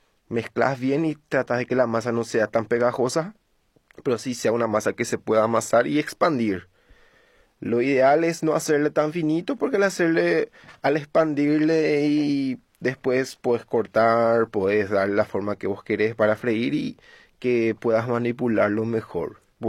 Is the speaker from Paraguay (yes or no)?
yes; Itapúa, Paraguay; moved away as an adult; now in Asunción, Paraguay; soy del sur de Itapúa.